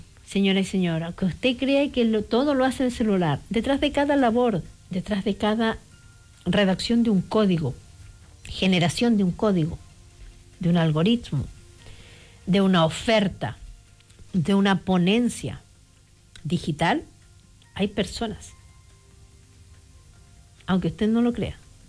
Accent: Aysén, Chile; todos los que somos de Isen y compramos algo por internet sabemos que no va a llegar en los días que nos dice

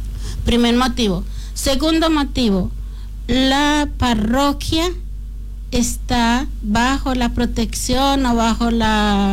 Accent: Colombia; Nosotros los dos somos colombianos y nosotros comenzamos a celebrar Navidad desde noviembre.

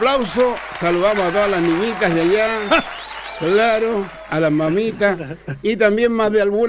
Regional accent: San Pedro de Alcántara, O'Higgins, Chile; mi tierra

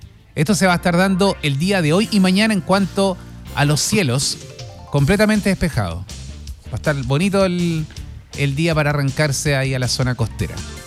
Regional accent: Chile; hay una que muy especial para nosotros como chilenos.

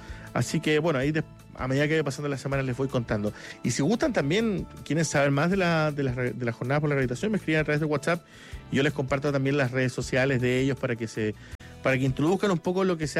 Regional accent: Magallanes, Chile; yo lo pongo acá porque, bueno, soy magallánico, conozco perfectamente esto

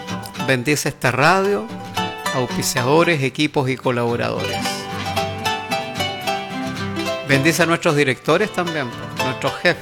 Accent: Chile; Somos chilenos todo el año.

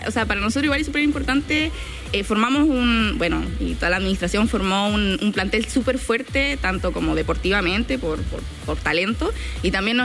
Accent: Valdivia, Los Ríos, Chile; moved away; yo soy de Valdivia, donde el nivel es mucho más bajo.

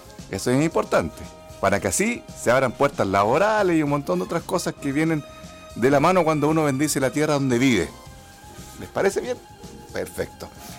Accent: southern Chile, Chile; somos del sur de Chile

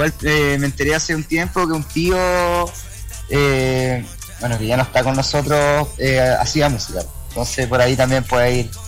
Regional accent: Valparaíso, Chile; Nacido y criado aquí en Valparaíso

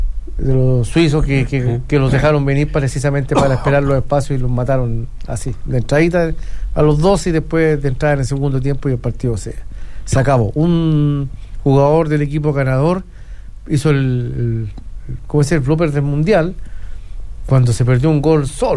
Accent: Chile; Los chilenos votamos

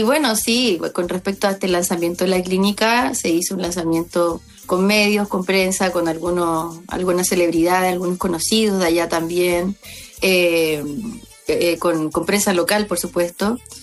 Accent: Chile; also born or lived in Mexico; Justamente antes de pandemia viví 7 años en México, no se me pegó el acento tanto, pero pero estando allá sí uno habla un poquito más modulado y todo más pausadito para que puedan entenderme bien, porque nosotros hablamos muy rápido, los chilenos hablamos muy rápido.

